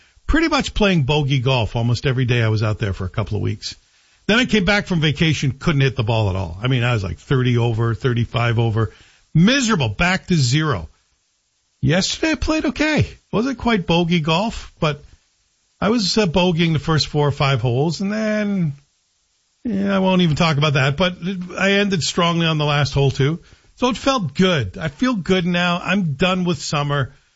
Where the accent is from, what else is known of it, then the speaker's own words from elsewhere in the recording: Canada; I am Canadian